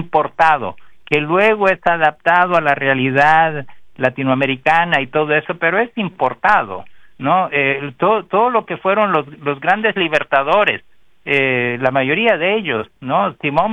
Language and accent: Spanish; Nicaragua; yo soy de Nicaragua